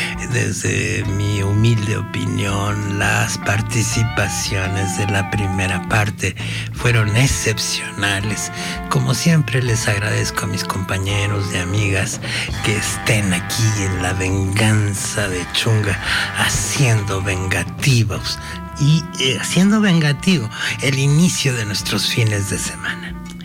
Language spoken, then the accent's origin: Spanish; Mexico; Soy mexicano.